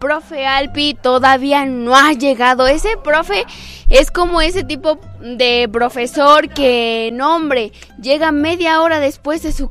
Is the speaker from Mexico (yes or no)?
yes; Morelos, Mexico; Tu de mi tierra natal.